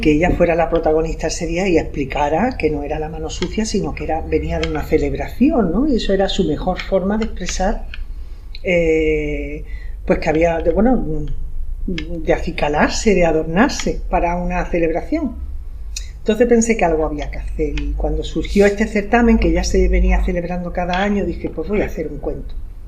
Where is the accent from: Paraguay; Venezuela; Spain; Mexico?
Spain; Melilla; soy de Melilla.